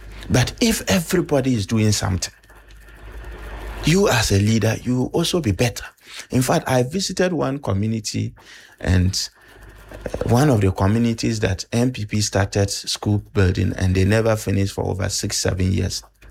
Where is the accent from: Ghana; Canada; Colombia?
Ghana; North East Region; I am from Northeast region.